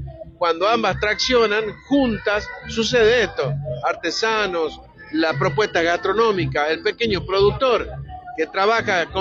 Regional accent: Chamical, La Rioja, Argentina; yo soy de Chamical. Y Llanisto

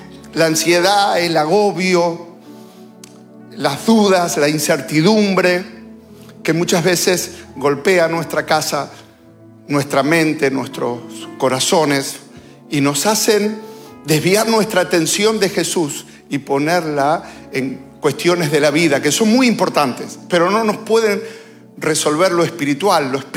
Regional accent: Buenos Aires, Argentina; Era bien jovencito. Me crié en la Capital Federal, así que yo nunca hice asado.

